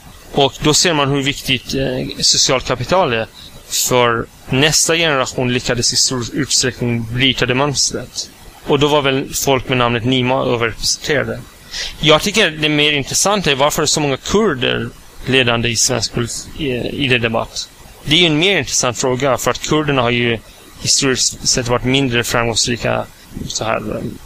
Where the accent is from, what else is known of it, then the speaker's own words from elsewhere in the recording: Iran; i Iran har vi ju väldigt mycket stereotyper om olika iranska folk